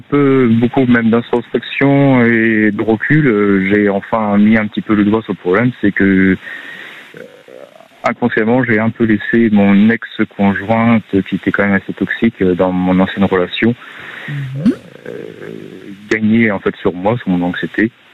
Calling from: Angers, Pays de la Loire, France; Je vous appelle de Angers, dans le Maine-et-Loire.

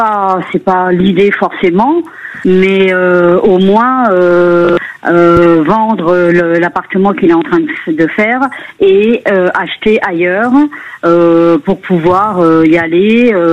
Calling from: Paris, Île-de-France, France

